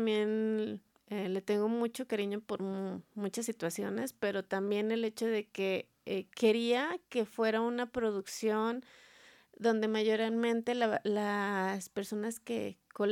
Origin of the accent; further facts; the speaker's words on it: Zacatecas, Mexico; somos de Zacatecas, con realizadores zacatecanos